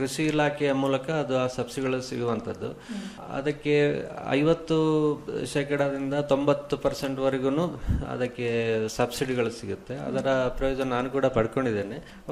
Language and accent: Kannada; Dakshina Kannada district, Karnataka, India; ನಮ್ಮ ದಕ್ಷಿಣ ಕನ್ನಡ ಜಿಲ್ಲೆಯಲ್ಲಿ